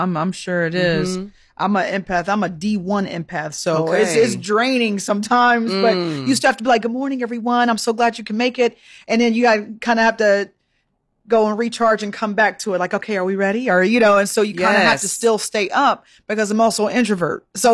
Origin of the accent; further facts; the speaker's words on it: United States; accent: African-American; my African-American accent